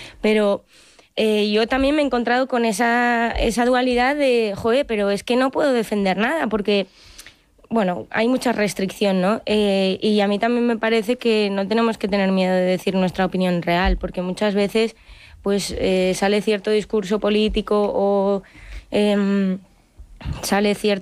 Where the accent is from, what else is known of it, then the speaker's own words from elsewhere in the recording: Madrid, Community of Madrid, Spain; que soy de Madrid